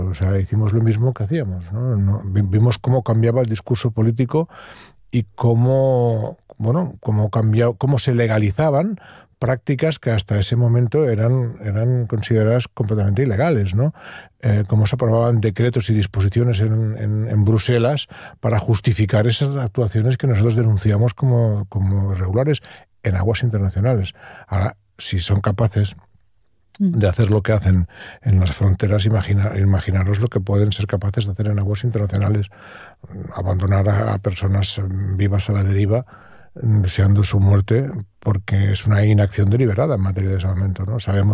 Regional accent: Catalonia, Spain; en mi tierra, en Cataluña

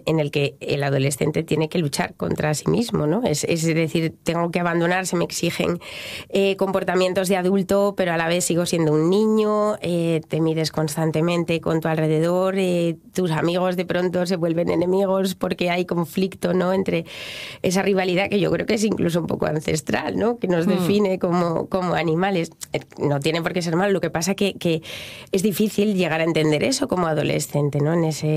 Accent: Gijón, Asturias, Spain; born there; No, pero yo nací en Gijón.

